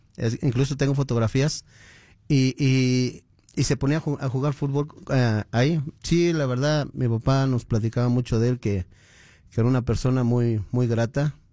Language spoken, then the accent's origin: Spanish; Mexico City, Mexico; moved away as an adult; Mira, yo soy originario del Distrito Federal.